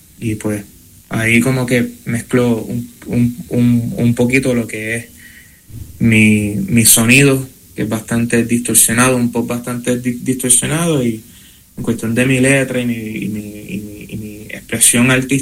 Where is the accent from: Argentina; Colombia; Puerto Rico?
Puerto Rico; Siendo puertorriqueño